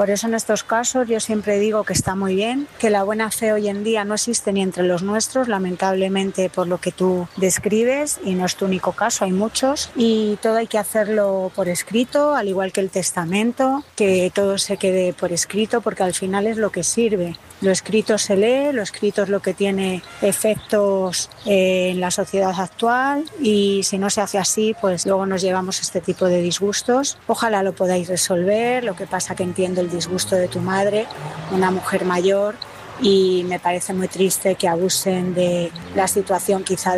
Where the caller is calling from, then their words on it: Madrid, Community of Madrid, Spain; corresponsal de Madrid.